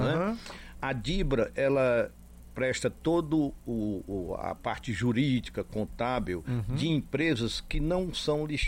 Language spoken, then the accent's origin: Portuguese; Icó, Ceará, Brazil; born there; moved away as an adult; also born or lived in Brasília; Não, nasci no Icó.